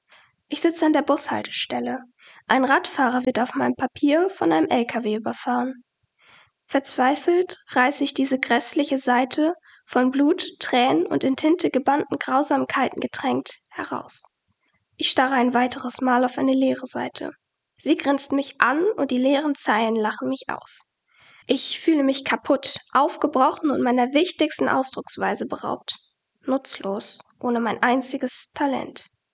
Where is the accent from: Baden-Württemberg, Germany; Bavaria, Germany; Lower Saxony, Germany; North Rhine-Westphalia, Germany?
North Rhine-Westphalia, Germany; Essen; ich bin 20 Jahre alt, ich komme gebürtig aus Essen und studiere in Bochum.